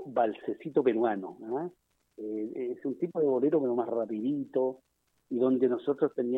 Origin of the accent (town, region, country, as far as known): Chile